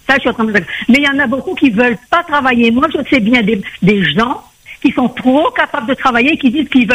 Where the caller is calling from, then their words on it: France; comme on est français